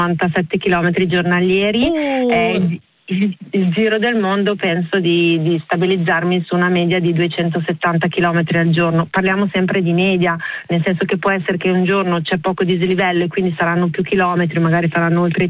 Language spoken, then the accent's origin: Italian; Milan, Lombardy, Italy; now in Porto San Giorgio, Italy; io sono nata e cresciuta a Milano, adesso mi sono trasferita nelle Marche a Porto San Giorgio